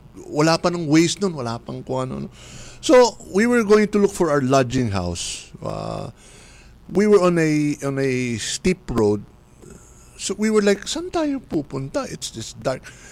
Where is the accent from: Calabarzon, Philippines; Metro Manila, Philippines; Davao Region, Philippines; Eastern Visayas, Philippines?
Metro Manila, Philippines; Manila; Ay, kami po'y nawawala, taga Manila kami.